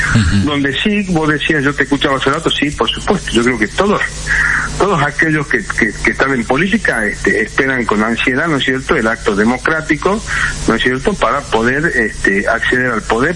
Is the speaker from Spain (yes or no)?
no; Rosario de la Frontera, Salta, Argentina